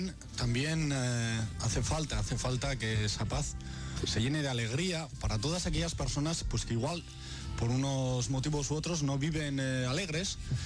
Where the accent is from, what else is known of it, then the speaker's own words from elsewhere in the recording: Catalonia, Spain; accent: Catalan; Mi acento catalán vuelve por Navidad.